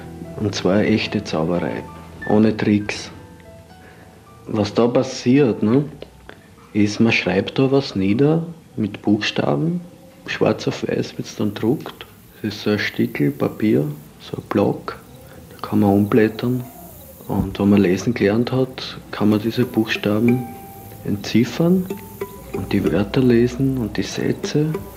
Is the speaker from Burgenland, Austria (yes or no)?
yes; Gols, Burgenland, Austria; moved away; also born or lived in Vienna; aufgewachsen bin ich auf dem Land, geboren bin ich in Wien. Und meine Eltern sind Weinbauern im Burgenland, in Golz. Und dort habe ich meine Kindheit verlebt. Das war, also 1954 bin ich geboren. Und meine Kindheit habe ich praktisch gehabt, noch in die 50er Jahre und dann in die 60er Jahre.